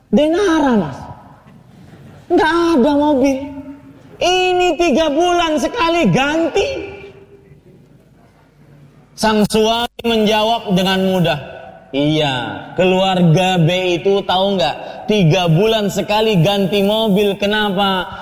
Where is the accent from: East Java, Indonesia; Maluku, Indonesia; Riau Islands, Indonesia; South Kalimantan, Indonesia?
South Kalimantan, Indonesia; Banjarmasin; di kota saya di Banjarmasin